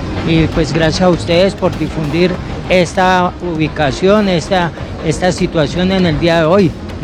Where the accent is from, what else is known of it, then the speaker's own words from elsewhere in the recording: Colombia; Bueno, pues como colombiano quiero que gane Ecuador, ojalá 1-0.